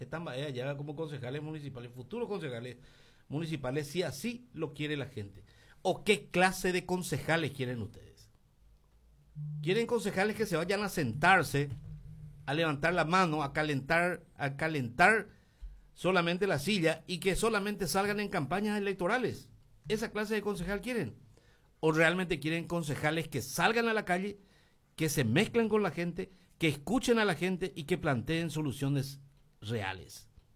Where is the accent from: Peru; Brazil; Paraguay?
Paraguay; Coronel Oviedo, Caaguazú; born there; Yo tengo 56 años. Es cierto, parezco de 30. Pero tengo 56 años. Nací aquí en Coronel Oviedo. Y quiero morir aquí en la ciudad de Coronel Oviedo